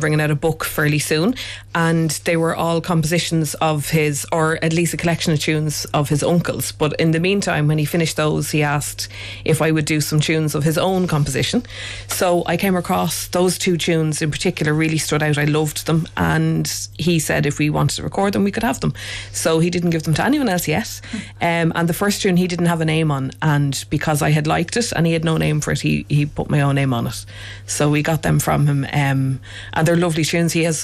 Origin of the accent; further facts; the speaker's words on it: County Dublin, Ireland; I'd be out just on the Meath border. There's literally, there's like a field between our house and Meath's on the border, but very different Dublin.